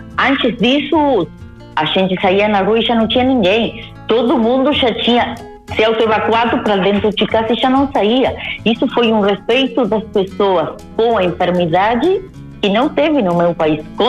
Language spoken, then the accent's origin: Portuguese; Rio Branco, Cerro Largo, Uruguay; also born or lived in Melo; Eu nasci em Melo e vim para Rio Branco, que a família da minha mãe é daí.